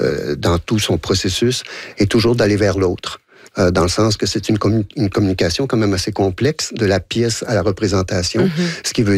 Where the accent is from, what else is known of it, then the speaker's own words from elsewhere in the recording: Quebec, Canada; Je viens d'une tradition, j'ai du Lac-Saint-Jean, je viens pas vraiment ouais. d'une tradition à l'époque où la grande littérature, je vous avoue, n'existait pas. Il n'y avait pas de représentation théâtrale dans la région, ou rien.